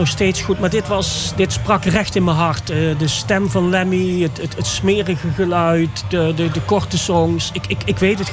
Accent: Venray, Limburg, Netherlands; Ik kom uit Venray, Noord-Limburg. Dat ligt dicht bij de Duitse grens.

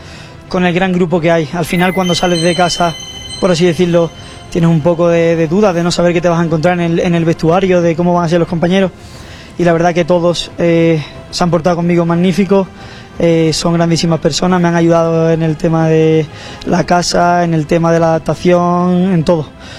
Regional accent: Sevilla, Andalusia, Spain; moved away as an adult; now in Mexico; vengo también de un sitio donde yo soy, de Sanlúcar de Sevilla, que en el que también los derbis se viven muy, muy fuerte

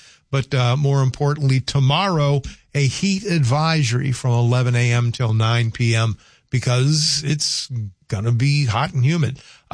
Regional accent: the South, United States; at least growing up in the South, there was something special about the Friday night dinner, because, you know, across the United States, at least in my part of the world growing up

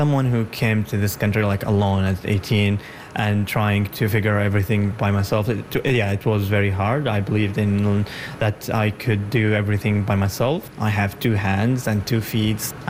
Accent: Saudi Arabia; born or raised there; moved away as an adult; also born or lived in Yemen; now in Ottawa, Canada

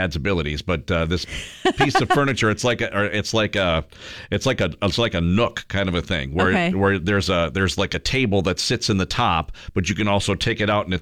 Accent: Medford, Wisconsin, United States; I grew up in Medford, Wisconsin.

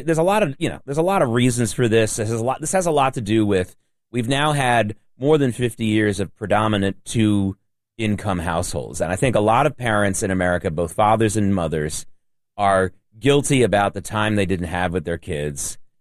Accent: Norfolk, Virginia, United States; now in New York, United States; You know, before I came to New York, I was growing up in Norfolk, Virginia.

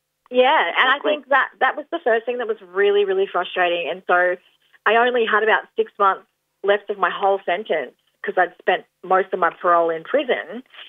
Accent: Queensland, Australia; moved away; I'm originally from Queensland and I wanted to go back home to Queensland to my family

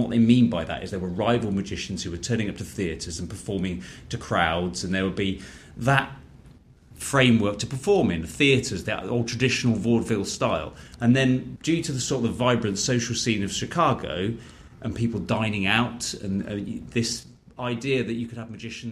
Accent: United Kingdom

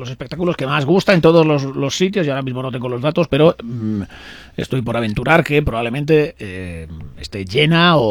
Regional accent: Castile and León, Spain; Yo que estoy más acostumbrado a los encierros de Castilla y León, donde, no sé si es por normativa o al menos en mi pueblo, hay 2 líneas de talanqueras.

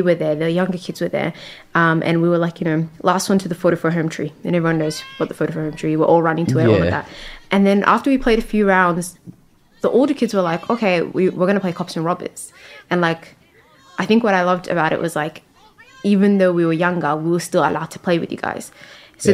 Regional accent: Melbourne, Victoria, Australia; growing up in Carlton.

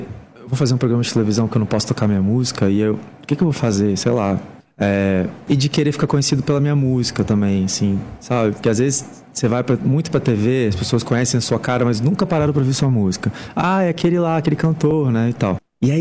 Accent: Brazil

